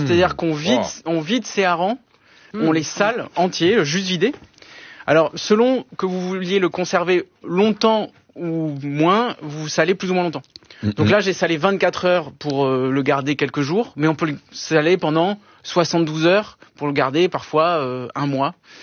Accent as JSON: {"language": "French", "town": "Bordeaux", "region": "Nouvelle-Aquitaine", "country": "France", "tie": "born there", "said": "Moi, je suis né à Bordeaux."}